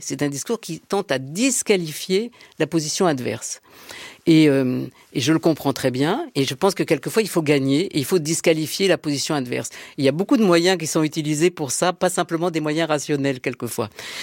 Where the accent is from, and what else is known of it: Marseille, Provence-Alpes-Côte d'Azur, France; moved away as an adult; now in Paris, France